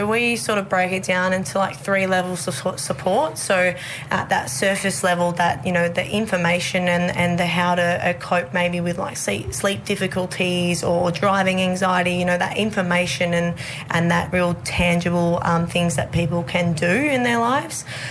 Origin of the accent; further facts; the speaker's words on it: Northam, Western Australia, Australia; now in Perth, Australia; I'm originally from the Wheat Belt, a town called Northam. But yeah, living in Perth now